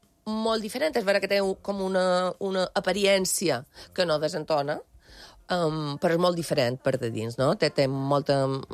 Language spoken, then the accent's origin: Catalan; Valcarlos, Navarre, Spain; Valcarlino. En basc és Luzaide